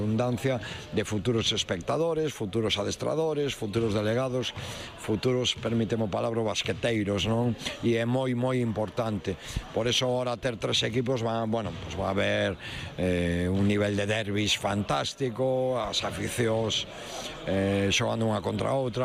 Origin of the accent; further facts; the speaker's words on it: Galicia, Spain; Como galego, como adestrador de baloncesto, pois moi ledo.